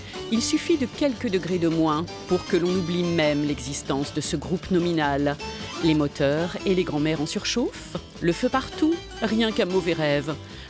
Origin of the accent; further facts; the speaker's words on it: Toulouse, Occitanie, France; born there; Je suis né à Toulouse le 28 juin 1944, dans des circonstances particulières et dans une famille qui ne l'est pas moins.